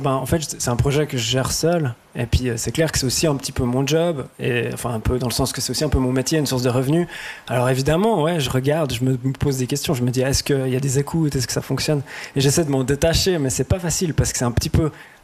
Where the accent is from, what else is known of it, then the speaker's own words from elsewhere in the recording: Fribourg, Switzerland; Ben, moi, comme je viens de Fribourg, j'ai la chance de collaborer avec une sorte de fonds de soutien pour des jeunes artistes qui s'appelle La Gustave.